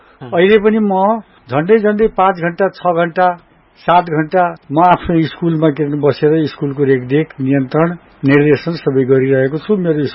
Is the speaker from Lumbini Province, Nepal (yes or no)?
yes; Dang, Lumbini Province, Nepal; also born or lived in Bijauri, Dang; म हापुर बिजौरी … माइलो सन्तानको रूपमा छोरातर्फ माइलो सन्तानको रूपमा म जन्मिएको हुँ।